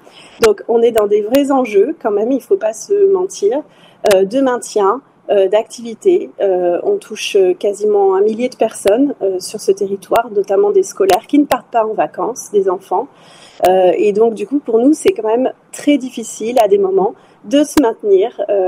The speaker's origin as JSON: {"language": "French", "region": "Nouvelle-Aquitaine", "country": "France", "tie": "born or raised there", "said": "moi, je suis du Médoc, j'ai grandi là-bas, c'est donc la maison."}